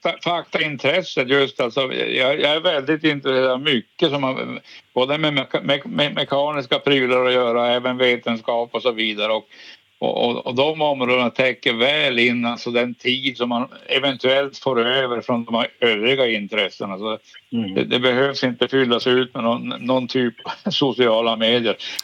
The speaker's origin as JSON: {"language": "Swedish", "region": "Norrbotten County", "country": "Sweden", "said": "jag vet inte om min dialekt avslöjar mig. Jag är Tornedalen i grunden. Hela trakten."}